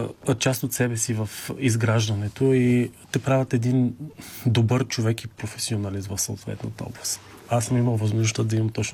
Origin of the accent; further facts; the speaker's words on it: Sofia, Sofia City, Bulgaria; От София съм, да. Израснал съм в квартал Христо Ботев и съм живял и учил до 8-ми клас в местното училище